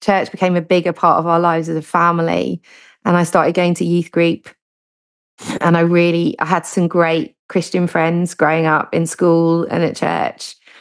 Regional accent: Sussex, South East England, United Kingdom; moved away as an adult; now in Liverpool, United Kingdom; I don't have a Scouse accent. I grew up in Sussex with my family there, and I had a really lovely childhood.

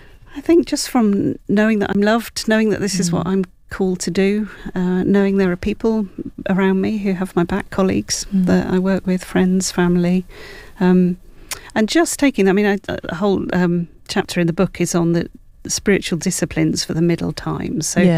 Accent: Wales, United Kingdom; I'm Welsh, and so the Welsh revival is in my blood.

